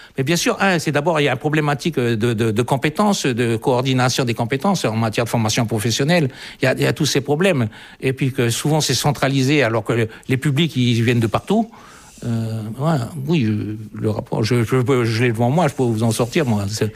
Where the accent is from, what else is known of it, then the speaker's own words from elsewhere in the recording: Mont-Dore, South Province, New Caledonia; born there; Enfin, moi, je suis né au Mont d'Or, donc je connais le Mont d'Or un peu.